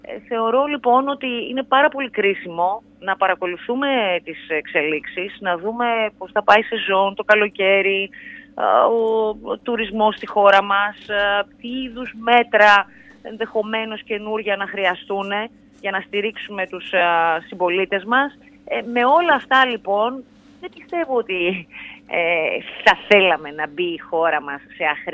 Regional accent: Thessaloniki, Central Macedonia, Greece; έτσι μεγάλωσα στη Θεσσαλονίκη

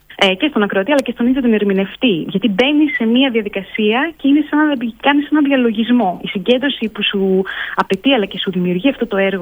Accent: Crete, Greece; εδώ στην Κρήτη, στην πατρίδα μου

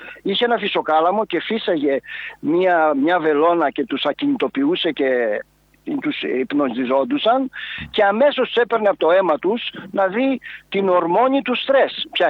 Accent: Kardamas, Western Greece, Greece; να πάω εγώ στο χωριό μου τον Καρδαμά να δουλέψω στο χτήμα μου

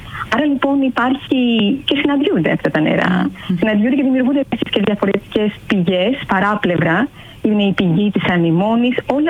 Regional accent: Myloi, Peloponnese, Greece; κατάγομαι από τους Μήλους Αργολίδας.

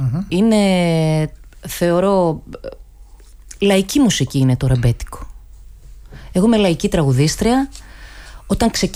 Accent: Naousa, Central Macedonia, Greece; moved away as an adult; now in Patras, Greece; Είμαι από Μακεδονία, είμαι από την Νάουσα.

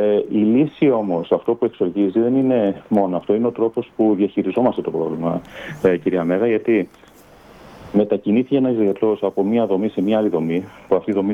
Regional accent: Rhodes, South Aegean, Greece; όσοι είμαστε από το Δήμο Καμήρου και Δήμο Ταβίρου

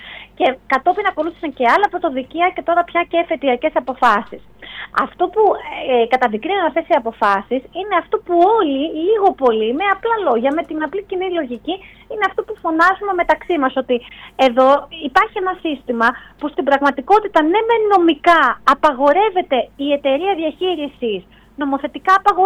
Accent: Kefalonia, Ionian Islands, Greece; στο χωριό μου στην Κεφαλονιά

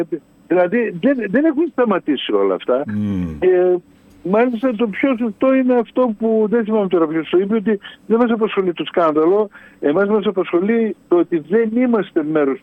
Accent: Serres, Central Macedonia, Greece; Γιατί αν φανταστείς ότι κατάγομαι από τις Σέρες και πρέπει να απολογούμε γιατί είμαι από τις Σέρες.

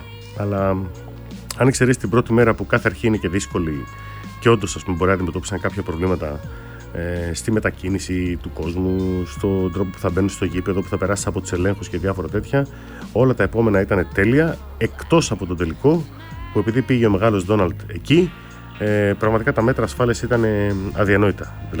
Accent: Greece; Με το που έλεγα από πού είσαι και λέγανε και τους έλεγα Γκρίς, κατευθείαν.

